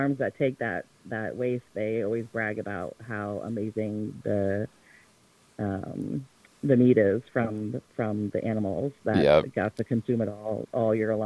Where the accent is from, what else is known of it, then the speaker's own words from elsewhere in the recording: Bay Area, California, United States; moved away; I'm originally from the Bay Area